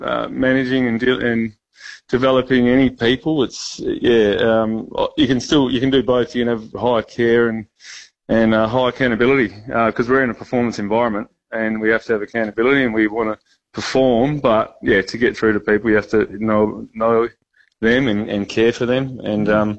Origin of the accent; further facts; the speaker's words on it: Fremantle, Western Australia, Australia; also born or lived in Kalgoorlie; I'm from Fremantle and Wharfie, but from the wharf down that way.